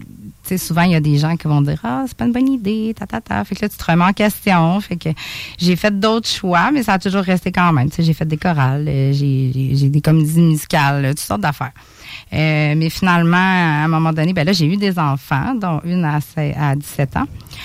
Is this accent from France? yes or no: no; Quebec City, Quebec, Canada; born there; also born or lived in Montreal; j'ai grandi à Loretteville, une bonne partie de ma jeunesse. Avant ça, j'étais à Montréal. Mais tout mon secondaire, une partie de mon primaire, ben, je l'ai faite à Québec.